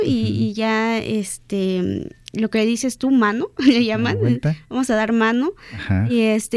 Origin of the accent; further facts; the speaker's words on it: Mexico; El pueblo es bastante chico, mi pueblo, Arroyo de Esa. Entonces, pues todos se conocen